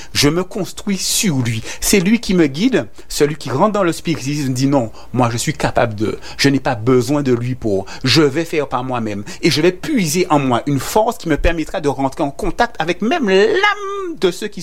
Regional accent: Guadeloupe, France; particulièrement, je reste chez nous en Guadeloupe, qui sont d'ordre culturel.

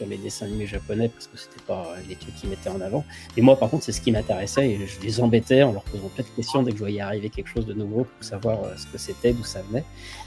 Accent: Lyon, Auvergne-Rhône-Alpes, France; moved away as an adult; now in Paris, France; je suis originaire de Lyon, j'ai commencé à faire ça vraiment en amateur à Lyon

